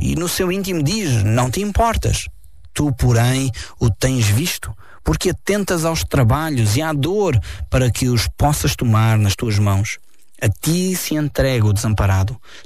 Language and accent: Portuguese; Portugal; Isto é uma tremenda advertência para nós como portugueses.